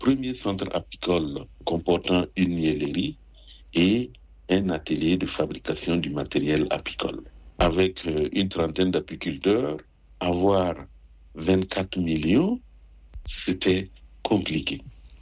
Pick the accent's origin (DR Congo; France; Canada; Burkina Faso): Burkina Faso; mes amis même étaient même venus chez moi au Burkina